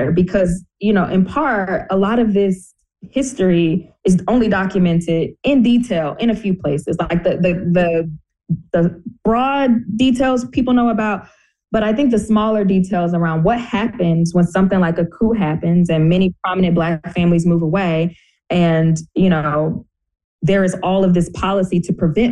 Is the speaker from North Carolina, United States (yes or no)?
yes; Wilmington, North Carolina, United States; I grew up in the kind of north side, Princess Place, downtown region of Wilmington, historically a very Black part of town.